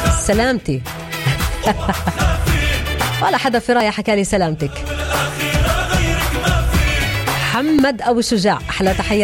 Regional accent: Palestine; عندنا في فلسطين

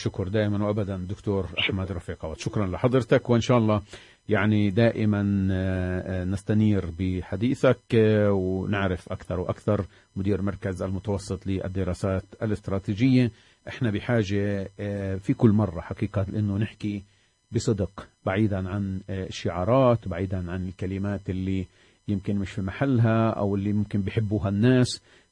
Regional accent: Palestine

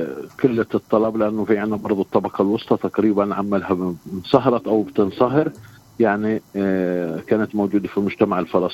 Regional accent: Palestine; عندنا في فلسطين

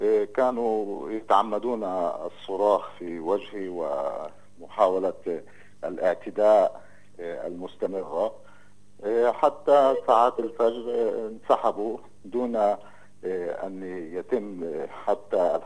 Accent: Palestine; نحن شعب فلسطيني واحد،

